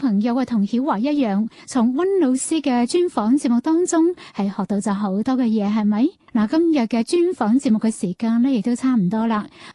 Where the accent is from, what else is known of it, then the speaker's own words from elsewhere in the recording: Lingnan, China; 亦都系我哋岭南人嘅特色